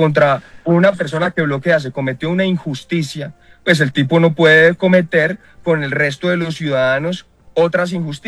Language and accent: Spanish; Cali, Valle del Cauca, Colombia; porque además yo soy de Cali.